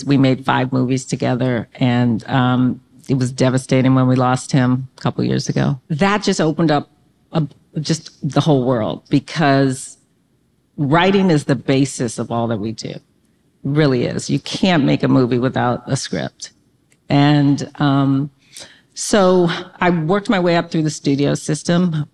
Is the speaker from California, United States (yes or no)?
yes; Inglewood, California, United States; I grew up in Inglewood.